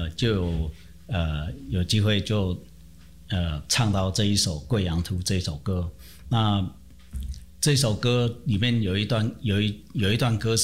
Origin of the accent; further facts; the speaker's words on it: Fengtian, Pingtung County, Taiwan; 其实我本身就是、出生在乡下嘛，在1954年、出生在屏东丰田村的乡下。那当时、我们乡下地方家里附近几乎都是农田、那我们上学的时候，我还记得小学上一二年级的时候还打赤脚上学